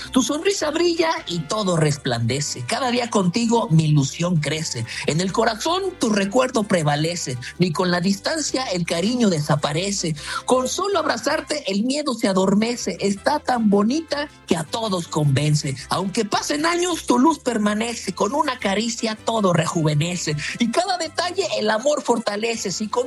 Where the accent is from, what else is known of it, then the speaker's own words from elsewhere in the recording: Mexico; Cerramos con broche de oro, como buenos mexicanos, creativos y alcahuetes, dicharacheros que somos